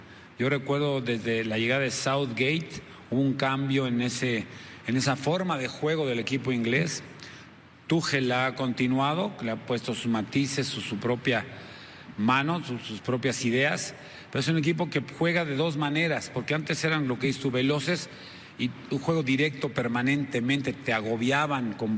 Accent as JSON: {"language": "Spanish", "country": "Mexico", "said": "somos 11 mexicanos que tenemos que hacer gol allá y que no te hagan gol aquí."}